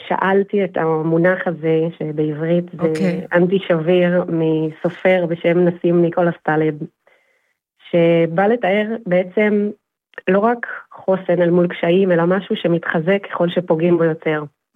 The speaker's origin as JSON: {"language": "Hebrew", "region": "Northern District", "country": "Israel", "said": "הייתי בלהקות של מסגב, אני מהצפון במחול."}